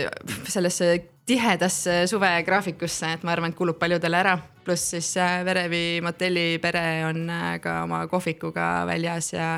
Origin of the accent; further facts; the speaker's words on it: Elva, Tartu County, Estonia; ma olen ise Elvast pärit